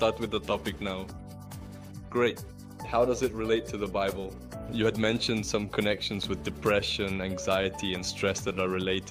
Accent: United States; We're going to be speaking Spanglish because we grew up in the United States.

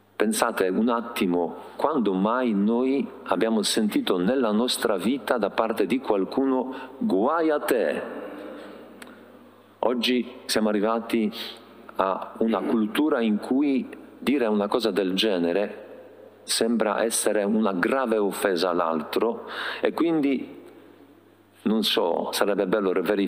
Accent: Poland; moved away; Io sono polacco

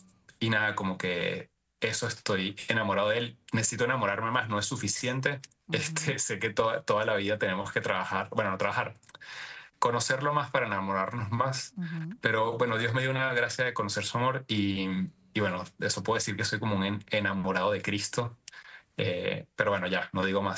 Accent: Venezuela; moved away as an adult; now in Rome, Italy; Yo soy de Venezuela y una familia muy grande, entonces me encanta la vida familiar. Crecí en un ambiente muy bonito, de muchos primos, muchos tíos, también en mi casa un ambiente de muchos principios y valores cristianos, católicos.

